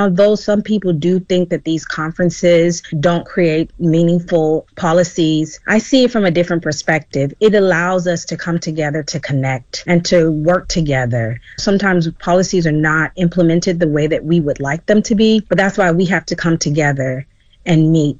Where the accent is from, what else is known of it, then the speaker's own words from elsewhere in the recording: Gambia; born there; I was born in the Gambia. I live in the Gambia. My children are Gambians. My husband is Gambian.